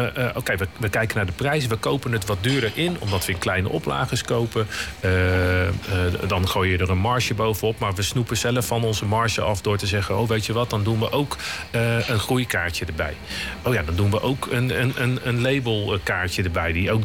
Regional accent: The Hague, South Holland, Netherlands; also born or lived in Curaçao; Ik ben geboren getogen Haagenees. Kom uit de Schilderswijk, zal ik altijd zeggen. Met vol trots zeg ik altijd, mijn moeder is van de melkboer. Of was van de melkboer, ze is overleden. Ik ben half Antilliaan, wel heel even een uitstapje gemaakt naar Curaçao.

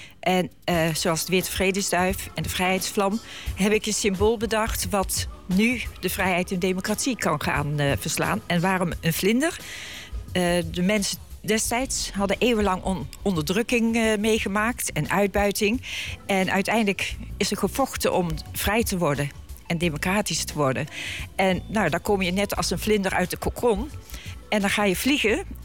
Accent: Heusden, North Brabant, Netherlands; Want ik kom uit Heusden.

